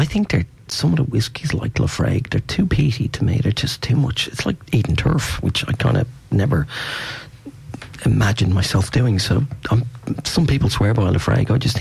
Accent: Tamworth, New South Wales, Australia; Now, you played in I grew up in Tamworth

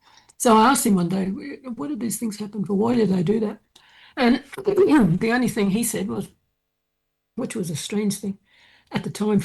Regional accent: Gold Coast, Queensland, Australia; also born or lived in Brisbane; I was born in Brisbane, but I grew up down here on the Gold Coast in Southport. This is my father's people's area, Yugambeh language-speaking people

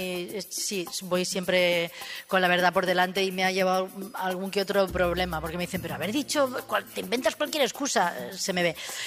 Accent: Catalonia, Spain; Porque venimos dels pastissos catalans

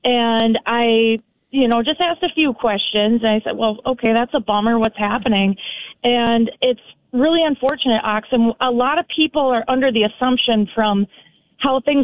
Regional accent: Alexandria, United States; born or raised there

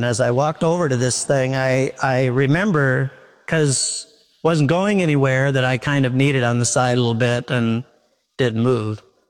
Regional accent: Minneapolis, Minnesota, United States; I remember when I was growing up in Minneapolis, my mom and dad will remember, I used to go to the farm in Winthrop, Minnesota, 60 miles from Minneapolis.

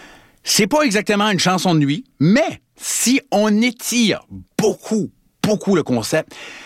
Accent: Acadia, Canada; moi, je suis acadien.

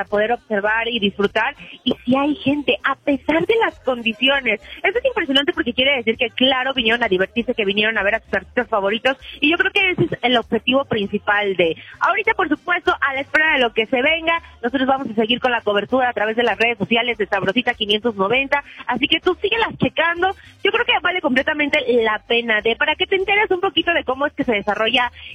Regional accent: Mexico; somos mexicanos

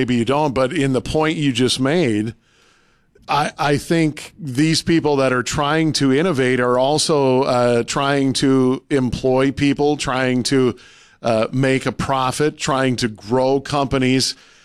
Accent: Ellendale, North Dakota, United States; They have a facility in my hometown of Ellendale, North Dakota

